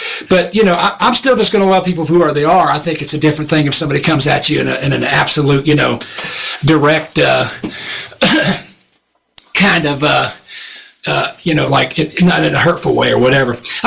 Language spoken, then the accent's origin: English; Portsmouth, Virginia, United States; born there